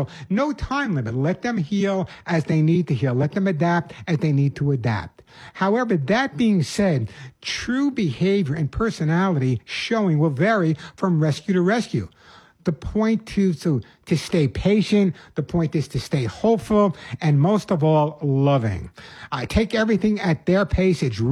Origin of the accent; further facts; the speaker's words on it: New York City, New York, United States; When I was growing up in the Bronx, boxes, yes, I did.